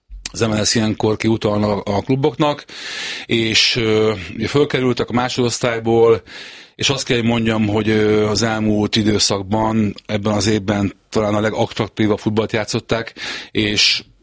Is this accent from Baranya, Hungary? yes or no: no; Budapest, Hungary; also born or lived in Győr; Én fogok válaszolni, mert Győrött születtem, most nem mostanában, 51 évvel ezelőtt, bár korán fölkerültem Budapestre egészen kiskoromba, de játszottam is Győrött